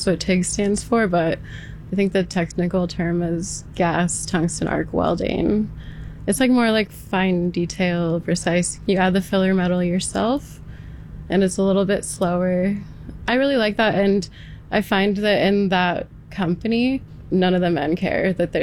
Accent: West Coast, United States

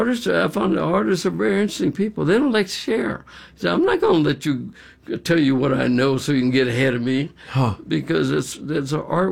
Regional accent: Kansas City, United States; I grew up in Kansas City

